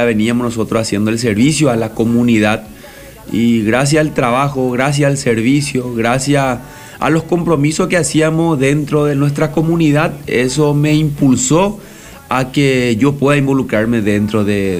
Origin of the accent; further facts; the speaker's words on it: Presidente Franco, Alto Paraná, Paraguay; Sí, yo soy nacido y crecido en la ciudad de Presidente Franco. Mis padres ya son de Presidente Franco, somos pioneros en Presidente Franco.